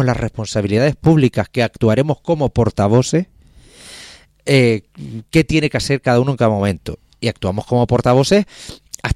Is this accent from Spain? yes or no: yes; Canary Islands, Spain; Yo, como español y canario